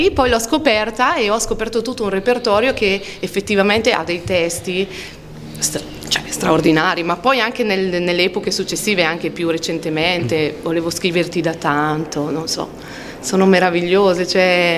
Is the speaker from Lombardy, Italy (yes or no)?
yes; Cremona, Lombardy, Italy; siamo di Cremona.